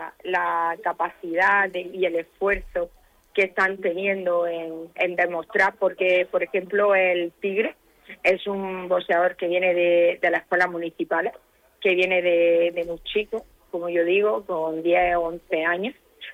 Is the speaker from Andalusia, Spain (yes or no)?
yes; Almería, Andalusia, Spain; nuestra tierra es una tierra de deportistas, de boxeadores almerienses